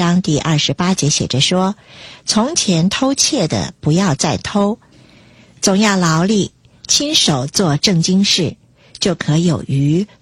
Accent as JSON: {"language": "Chinese", "country": "China", "said": "这有点像我们中国人所说的打肿脸充胖子。"}